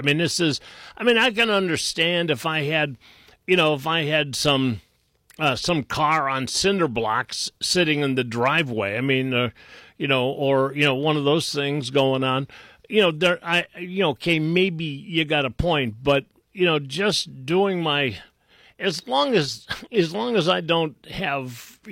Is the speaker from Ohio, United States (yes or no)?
yes; Willowick, Ohio, United States; I grew up in Willowick, which is just a little... the houses are basically one right next to the next and, you know, little cookie-cutter type things.